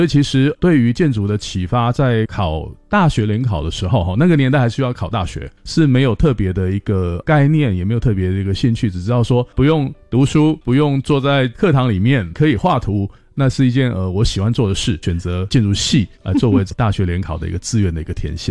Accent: Taichung, Taiwan; now in New Taipei, Taiwan; 我成长在台中丰原的一个乡下的地方了哈，家里面是开工厂，除了工厂之外，我的爷爷、我的阿公在工厂旁边有蛮多的农地，所以其实从小的一个生活的经验跟从小生活的环境，大概都是跟大自然在一起

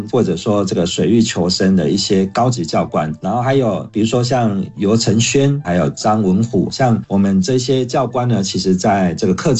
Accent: Taiwan; 我们台湾

